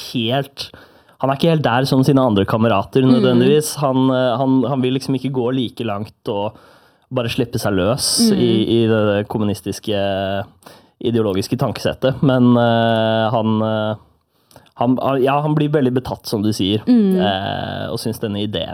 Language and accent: Swedish; Moss, Østfold, Norway; Swedish is a second language; Men jag är från Moss.